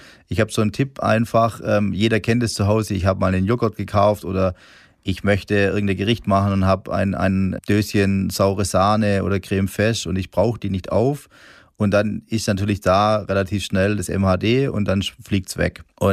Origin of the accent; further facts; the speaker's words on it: Swabia, Germany; ich als Unternehmer, als Gastronom und natürlich dann auch vor allem noch als Schwabe